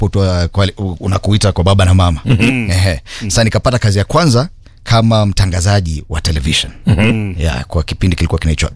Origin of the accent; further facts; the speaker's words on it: Nakuru, Nakuru County, Kenya; moved away as an adult; Nilizaliwa Nakuru, nikalelewa Nakuru, nikaanza masomo yangu Nakuru. Huko Nairobi nilikuja tu kwenda chuo.